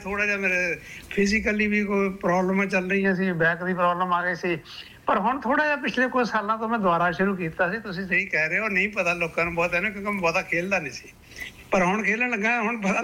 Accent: Jalandhar, Punjab, India; ਪਹਿਲੀ ਵਾਰੀ ਮੈਂ ਓਬਵੀਅਸਲੀ ਜਲੰਧਰ ਤੋਂ ਆ, ਪੰਜਾਬ ਸਾਡਾ ਪਿੰਡ ਆ ਸੰਸਾਰਪੁਰ ਦੇ ਨਾਲ ਹੀ, ਤੇ ਸਾਡੇ ਤਾਂ ਜਿੱਦਾਂ ਕਹਿੰਦੇ ਹੁੰਦੇ ਨਾ ਖੂਨ ਦੇ ਵਿੱਚ ਹੀ ਆ ਹਾਕੀ।

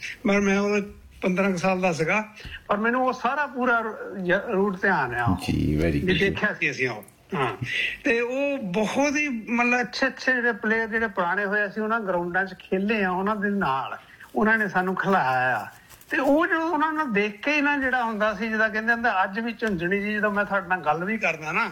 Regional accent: Jalandhar, Punjab, India; ਪਹਿਲੀ ਵਾਰੀ ਮੈਂ ਓਬਵੀਅਸਲੀ ਜਲੰਧਰ ਤੋਂ ਆ, ਪੰਜਾਬ ਸਾਡਾ ਪਿੰਡ ਆ ਸੰਸਾਰਪੁਰ ਦੇ ਨਾਲ ਹੀ

